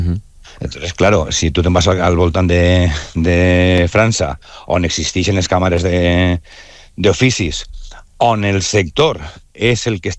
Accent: Valencia, Valencian Community, Spain

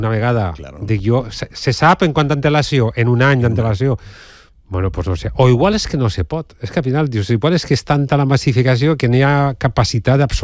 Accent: Alzira, Valencian Community, Spain; jo sóc d'Alzira

